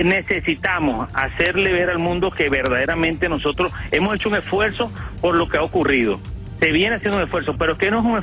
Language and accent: Spanish; Venezuela